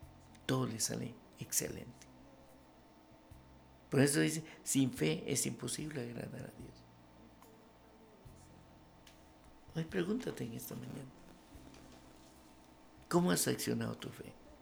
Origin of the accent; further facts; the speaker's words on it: San Marcos, Guatemala; born there; moved away; cuando viajo a San Marcos y la llevo a ese cantón Tonalá, así se llama el cantón donde yo nací.